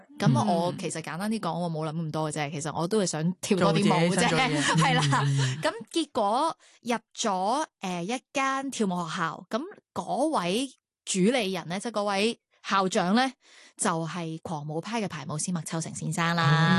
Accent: Canada; now in Hong Kong; 其实我细个喺加拿大嘅时候系歌唱比赛出身啦，然之后已经喺本地嘅一啲电视台做主持。

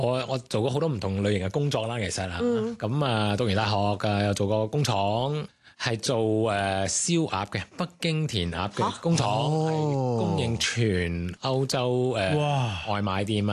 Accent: Netherlands; Cantonese is a second language; 认识芝士我谂都系来自我小朋友嘅时候啦，因为荷兰都系一个出芝士嘅地方啦，咁所以我哋细个咧都已经开始食紧噶啦

